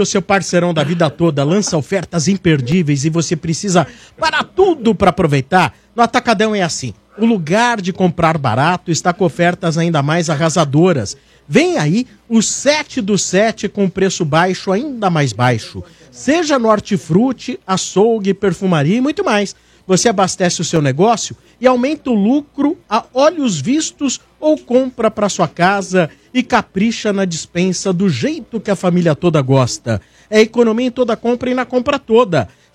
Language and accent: Portuguese; Santos, São Paulo, Brazil; born there; Mano, por isso que eu não gosto que falo que eu nasci em Santos.